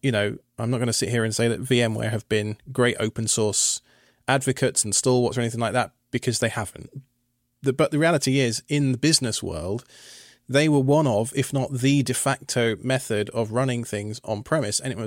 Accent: United Kingdom; Hey, look, dude, I'm British. We practically invented sarcasm

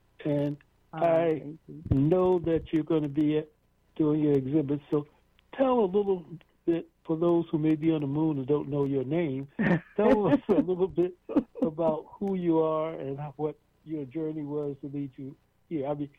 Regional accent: New York, United States; I grew up on Compton Avenue on 133rd Street.

